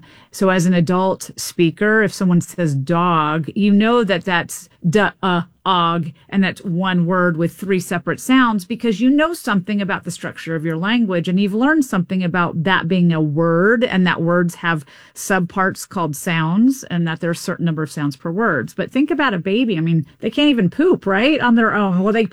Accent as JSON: {"language": "English", "region": "the South", "country": "United States", "tie": "born or raised there", "said": "And I grew up in the South, an urban area of the South."}